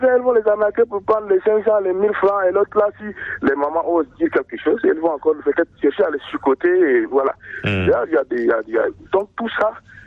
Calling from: Guéréda, Wadi Fira, Chad

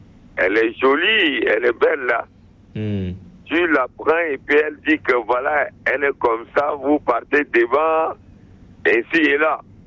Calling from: N'Djamena, Chad; Je suis de Boutelbakar Grillage.

